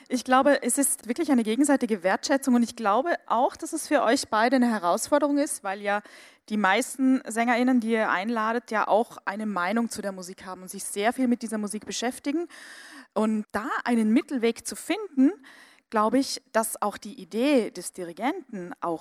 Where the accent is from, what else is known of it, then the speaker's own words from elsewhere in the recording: Vorarlberg, Austria; Ich als Vorarlberger Holzkopf